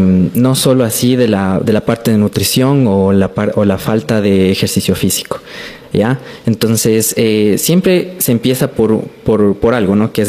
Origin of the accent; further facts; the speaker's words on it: Ecuador; nosotros como cultura ecuatoriana tenemos dos alimentos que nunca faltan en nuestros platos